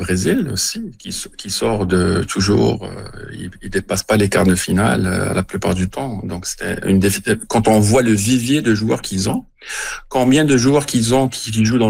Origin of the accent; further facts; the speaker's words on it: Morocco; d'où mon origine, je suis marocain, mais aussi je vais mentionner un peu le rêve marocain